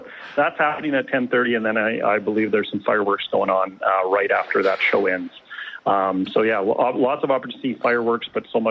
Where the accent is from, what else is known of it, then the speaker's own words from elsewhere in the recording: Canada; those of us who were born and raised in Canada